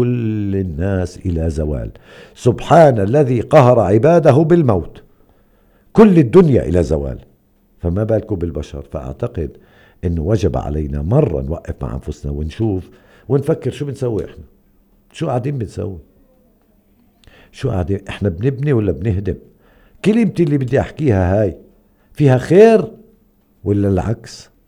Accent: Palestine

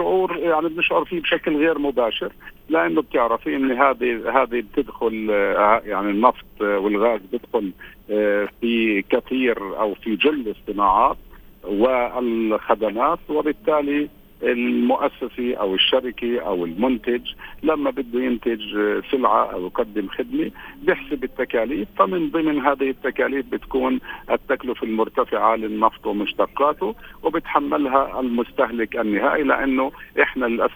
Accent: Palestine; علينا إحنا كفلسطينيين

